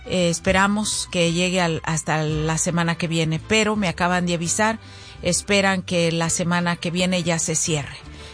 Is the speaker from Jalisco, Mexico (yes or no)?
yes; Zacualco de Torres, Jalisco, Mexico; moved away; para mis paisanos, a todos los de Zacualco de Torres, Jalisco.